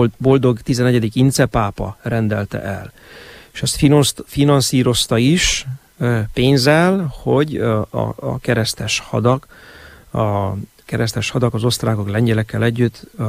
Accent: Oradea, Bihor, Romania; Hát én, mint nagyváradi

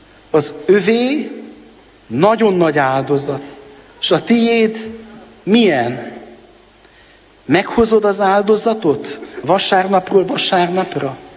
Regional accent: Transylvania, Romania; Hogy ilyen szépnek teremtetted Erdélyországot, az én szülőhazámat.

